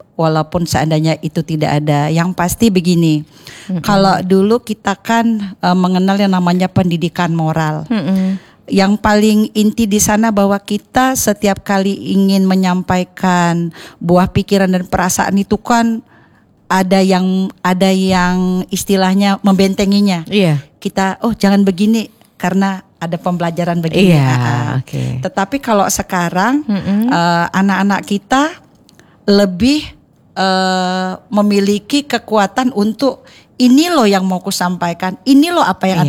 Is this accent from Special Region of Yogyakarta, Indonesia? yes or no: no; South Sumatra, Indonesia; di daerah saya, di Kabupaten Muara Enim.